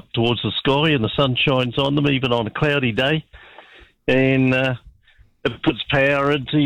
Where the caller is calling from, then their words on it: Taupo, Waikato, New Zealand; I'm in Taupo.